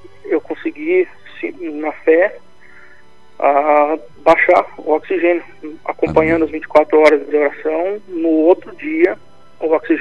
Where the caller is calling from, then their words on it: Fazenda Rio Grande, Paraná, Brazil; Fazenda Rio Grande, região metropolitana de Curitiba.